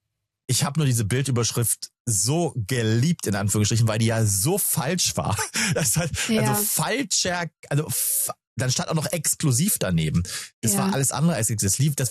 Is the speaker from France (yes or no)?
yes; France; German is a second language; Ich habe eine französische Vorname. Und bei uns in Frankreich sagt man Paddel.